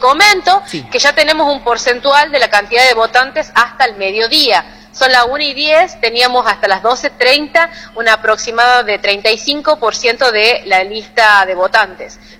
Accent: Frías, Santiago del Estero, Argentina; Y realmente un hermoso día que nos toca vivir a los frienses

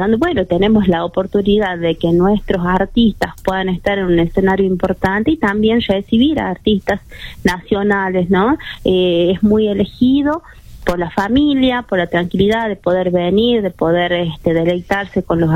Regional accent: La Rioja, Argentina

